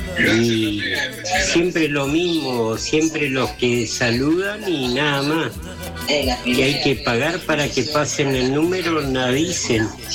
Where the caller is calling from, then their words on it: Macachín, La Pampa, Argentina; vivo en Macachina, Pampa